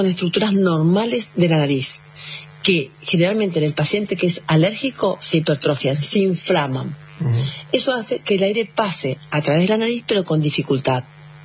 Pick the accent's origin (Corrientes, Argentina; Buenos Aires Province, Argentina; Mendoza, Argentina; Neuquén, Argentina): Corrientes, Argentina; Bella Vista; now in Buenos Aires, Argentina; Yo estoy en Bellavista, Corrientes, ocasionalmente, pero trabajo en Buenos Aires, obvio.